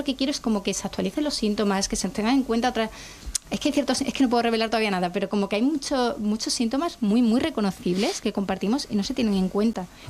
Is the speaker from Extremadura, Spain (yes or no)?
yes; Cáceres, Extremadura, Spain; now in Mérida, Spain; yo le digo a los cuatro vientos que soy extremeña, o sea, soy de Cáceres y vivo en Mérida